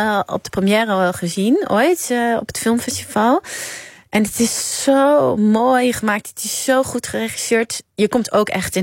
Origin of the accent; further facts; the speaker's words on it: Nieuwegein, Utrecht, Netherlands; also born or lived in Amsterdam; now in a village near Utrecht, Netherlands; Ik ben van Amsterdam verhuisd naar een klein dorp vlakbij Utrecht. Dus ik ben Utrecht een beetje aan het... Nee, ik kom ook uit Nieuwegein oorspronkelijk, maar ik ben nog meer van Utrecht gaan houden de laatste paar jaar.